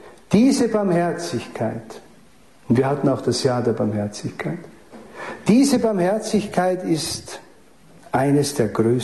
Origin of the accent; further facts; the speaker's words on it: Styria, Austria; also als Steirer, wissen Sie, das ist ja unglaublich